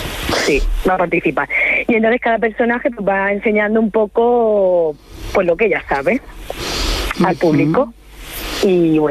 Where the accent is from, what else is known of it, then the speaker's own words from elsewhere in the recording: Caravaca de la Cruz, Region of Murcia, Spain; yo que soy aquí de Caravaca